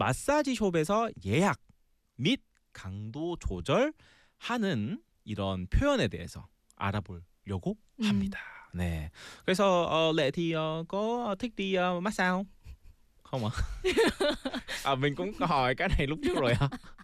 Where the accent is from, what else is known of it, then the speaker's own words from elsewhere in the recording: South Korea; also born or lived in Vietnam; Thì mình thì là Lai Hàn Việt. Mình thì sinh ra ở Hàn Quốc, quốc tịch thì Hàn. Nhưng mà cũng có là mẹ là người Việt ấy. Xong rồi mình đến đi Việt Nam khi lớp 1.